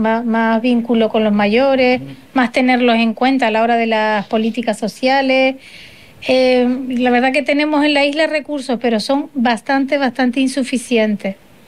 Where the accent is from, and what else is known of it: Fuerteventura, Canary Islands, Spain